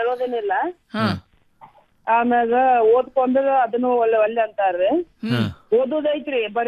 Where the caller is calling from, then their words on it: Managundi, Karnataka, India; Dharwad taluk Managundi.